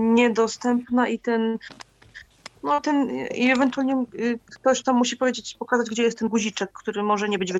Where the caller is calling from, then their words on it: Jaworzno, Silesian Voivodeship, Poland; Ja zauważyłam u siebie w Jaworznie